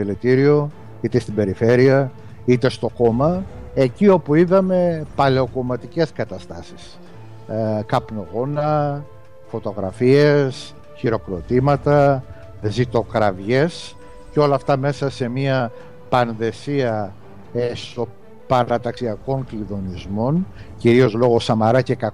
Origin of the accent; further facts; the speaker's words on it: Patras, Western Greece, Greece; και εδώ στην Πάτρα, στην Αχαΐα